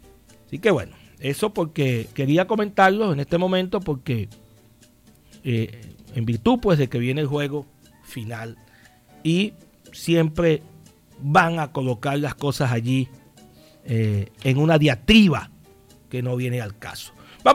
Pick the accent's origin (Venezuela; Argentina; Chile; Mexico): Venezuela; recomponernos como venezolanos